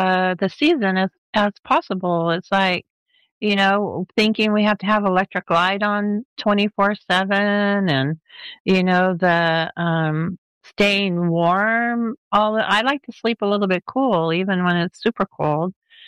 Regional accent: Los Angeles, California, United States; I was born where if it got below 65, we'd put on a jacket. Mm-hmm. So I grew up in Los Angeles where we didn't really have extremes of temperatures that much.

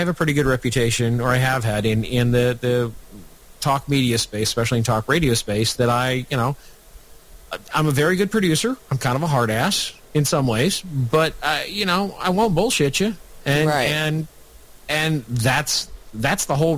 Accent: Nebraska, United States; I'm from Nebraska. We have a one-house legislature.

